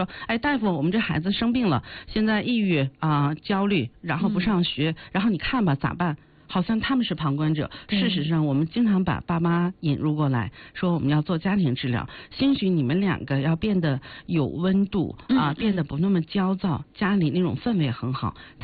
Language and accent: Chinese; China